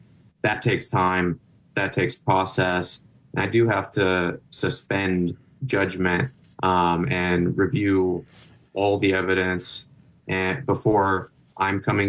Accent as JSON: {"language": "English", "town": "Phoenix", "region": "Arizona", "country": "United States", "tie": "born or raised there", "said": "the environment I grew up in South Phoenix"}